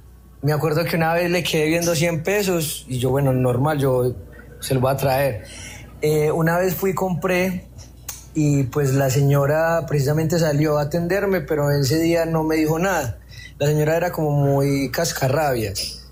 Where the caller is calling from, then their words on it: Medellín, Antioquia, Colombia; yo vivo pues en un barrio de aquí en Medellín, se llama Aranjuez.